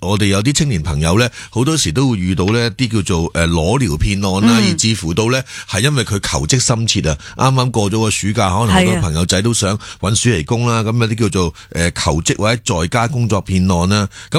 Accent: Hong Kong; 我们香港人就很醒目的，很精灵的，也很精明的

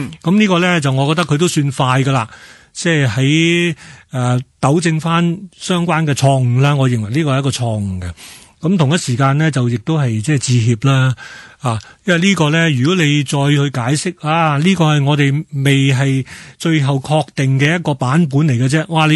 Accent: Hong Kong; first language Cantonese; 母语系我哋自己喺香港嘅一种身份认同啦，系咪讲广东话由小到大。

